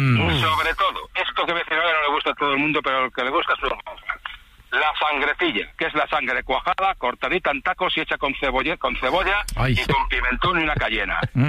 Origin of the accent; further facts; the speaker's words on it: Valladolid, Castile and León, Spain; Yo soy de Valladolid, de capital, capital, ¿vale? Generaciones.